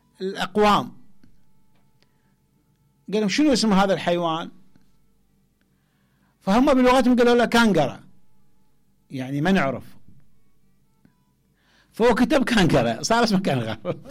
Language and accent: Arabic; Iraq; عندنا في العراق